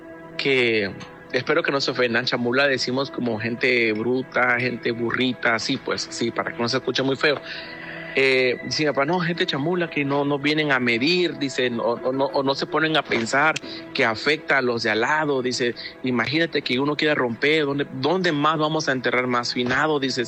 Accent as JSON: {"language": "Spanish", "town": "Tonalá", "region": "Chiapas", "country": "Mexico", "lives_now": "Omaha, United States", "said": "estoy aquí en Omaha, Nebraska. Soy del estado de Chiapas, del municipio Tonalá, Chiapas, zona costera, frontera con Guatemala."}